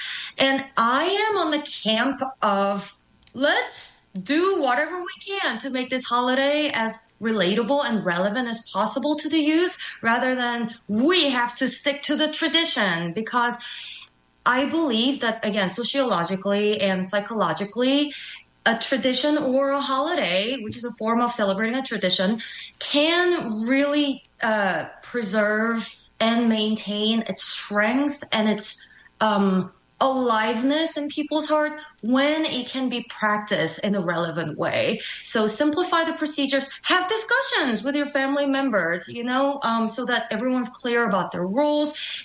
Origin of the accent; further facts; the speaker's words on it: South Korea; moved away; when I was growing up in Korea, even back from, I would say, like two decades ago